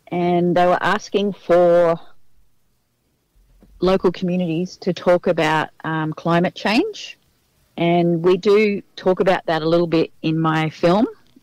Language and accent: English; Australia; I'm a born traveller, like I grew up travelling all around Australia